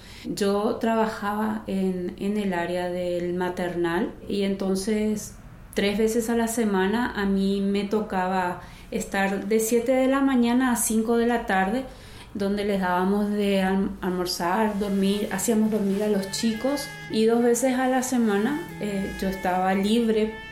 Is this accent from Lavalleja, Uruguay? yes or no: no; Montevideo, Uruguay; moved away as an adult; now in Asunción, Paraguay; soy de Uruguay, Montevideo, y estamos como misioneros en Paraguay con mi esposo y mis hijos.